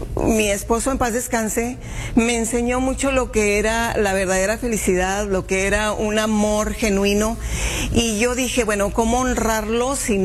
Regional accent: Coahuila, Mexico; also born or lived in Tamaulipas; now in Piedras Negras, Mexico; Llegamos muy chicos a Coahuila, entonces nuestra tierra prácticamente pues es Coahuila.

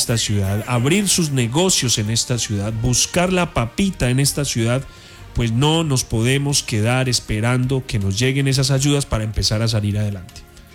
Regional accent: Pereira, Risaralda, Colombia; nosotros los pereiranos

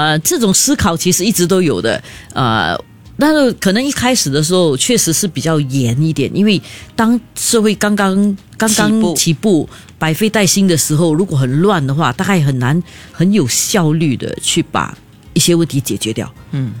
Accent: Singapore; 人家常常笑我们新加坡人很奇怪

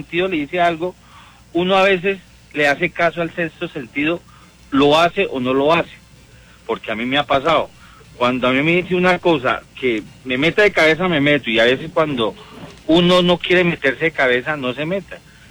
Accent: Bogotá, Colombia; Sí, yo soy de aquí de Bogotá.

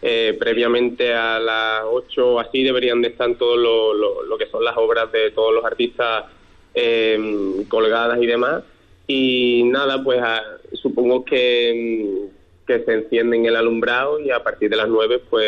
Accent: Ayamonte, Andalusia, Spain; yo soy de Ayamonte

